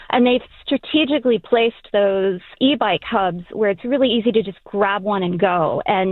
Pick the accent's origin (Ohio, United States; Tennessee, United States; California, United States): Ohio, United States; Columbus; also born or lived in Boston; Well, so I was born and raised in Columbus and left after college, and now I live in Boston, and I'm now back in Columbus